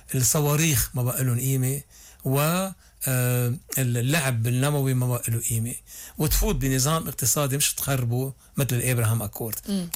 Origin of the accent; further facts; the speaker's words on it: Lebanon; عندنا بلبنان